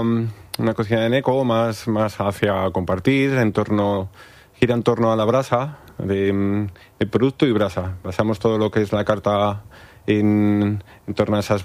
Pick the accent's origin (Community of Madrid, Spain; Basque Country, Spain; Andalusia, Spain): Community of Madrid, Spain; Madrid; yo soy de aquí de Madrid y al final, pues bueno, la tierra tira y me vine para acá